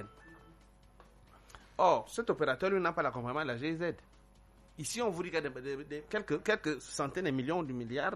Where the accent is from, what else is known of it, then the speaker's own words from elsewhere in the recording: Cameroon; Chez nous, au Cameroun, il y a un endroit où on attend le taxi.